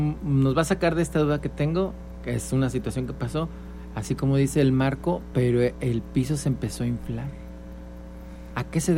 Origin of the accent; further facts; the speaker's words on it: Mexico; Ya que nosotros vivimos en esta zona o somos mexicanos